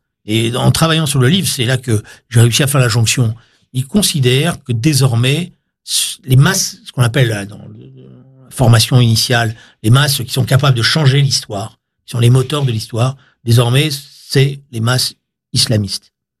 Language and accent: French; Algeria; born there; moved away; Non, c'est algérien. Algérien. Je suis né au Rang, moi, en Algérie.